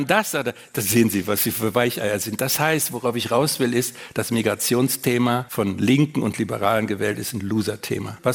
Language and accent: German; Cologne, North Rhine-Westphalia, Germany; Meine Heimatstadt Köln hat sich gerade damit berühmt gemacht